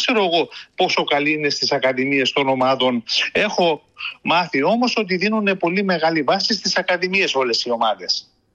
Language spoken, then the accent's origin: Greek; Greece; now in Stuttgart, Germany; Όταν ήμουν μικρός στην Ελλάδα και πήγαινα στο σχολείο, στο γυμνάσιο